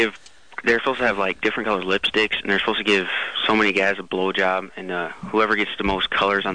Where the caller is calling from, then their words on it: Hubbard, Iowa, United States; I'm from Hubbard.